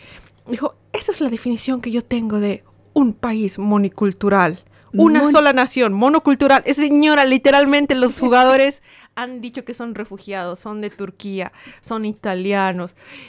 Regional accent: Bolivia; Yo viví ahí un año

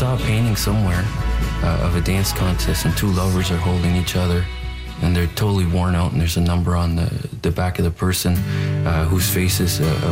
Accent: New Brunswick, Canada; an all-new poet, professor, singer, and I'm from Winnipeg, Edgewick, New Brunswick.

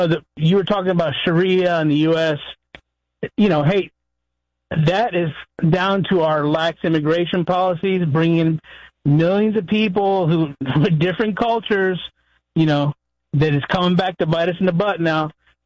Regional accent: Cuba; I'm Cuban.

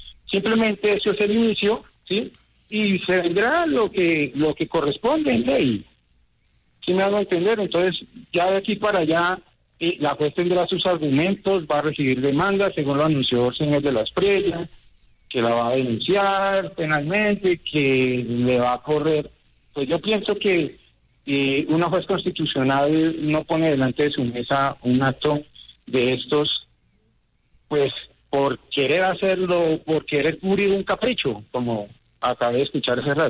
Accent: Colombia; Entonces, todos somos colombianos. Todos tenemos el derecho de vestir la camiseta de la Selección Colombia.

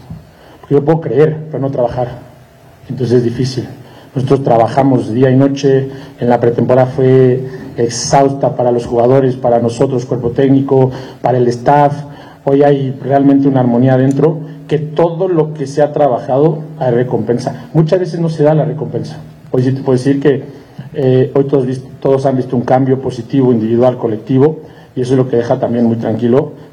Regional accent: Mexico; somos de mexicanos, técnicos mexicanos, estamos en una final dos mexicanos

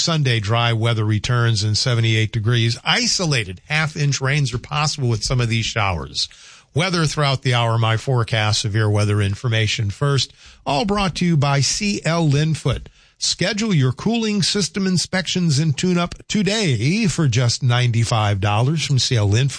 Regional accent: New Orleans, Louisiana, United States; I'm from New Orleans, even though rock and roll was certainly, my forte from, you know, just because of the era that I was raised in.

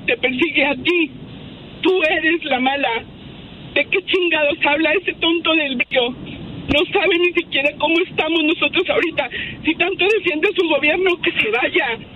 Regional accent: Mexico; Yo soy mexicana, estoy aquí por una situación que me pasó, y no nada más es en Veracruz, es en México.

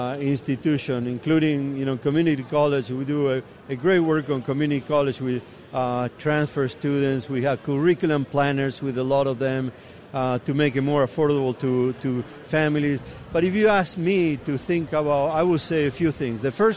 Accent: Argentina; now in United States; He's from my hometown, so I love it.

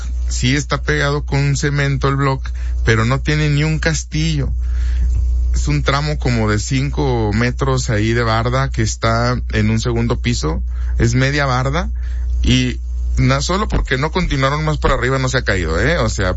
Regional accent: Saltillo, Coahuila, Mexico; la gente que somos de Saltillo, la gente en general que somos de Coahuila

